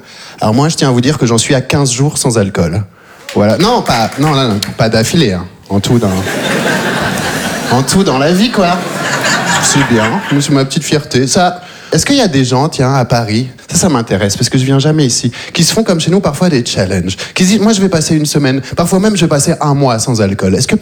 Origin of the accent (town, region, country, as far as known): Belgium; born or raised there